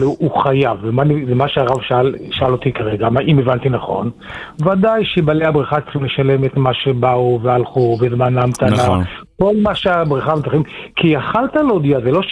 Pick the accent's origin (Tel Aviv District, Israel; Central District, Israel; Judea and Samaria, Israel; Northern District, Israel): Tel Aviv District, Israel; Bnei Brak; אני בני ברקי.